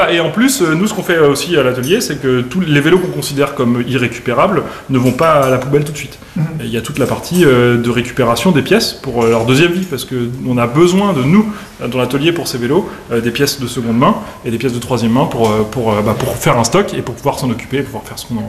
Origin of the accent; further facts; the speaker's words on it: Bourgogne-Franche-Comté, France; moved away; Moi, je viens de Bourgogne